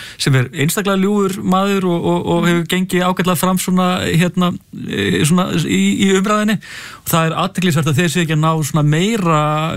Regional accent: Hafnarfjörður, Capital Region, Iceland; sem var bæjarstjóri fyrir 40 árum síðan þegar ég var ungur aðalast upp í Hafnarfirði

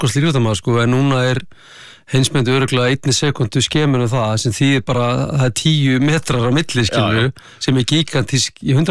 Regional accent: Akranes, Western Region, Iceland; Það var bara geggjað sko, þetta var Það lítil bær þá, þannig að hann við stækka ört núna, hvað hann var örgulega 5.000 manns þegar við vorum upp á okkar besta

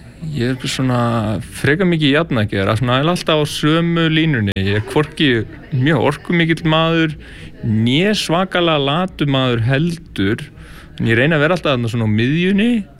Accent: Hjalteyri, Northeastern Region, Iceland; Já, ég er frá Ytribakka við Hjalteyri, raunar jörð sem liggur alveg að Hjalteyri.

